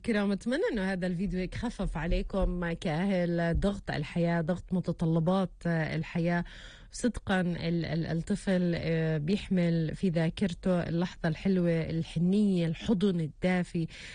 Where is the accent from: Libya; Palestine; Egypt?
Palestine; خصوصا إحنا في بلدنا فلسطين